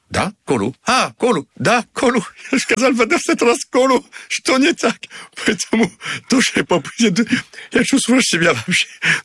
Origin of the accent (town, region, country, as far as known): France; Russian is a second language; moved away as an adult; now in Russia